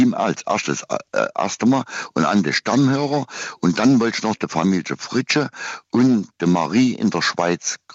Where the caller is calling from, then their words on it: Saxony, Germany; Von Preiswisch, Ortsteil von Kitschau.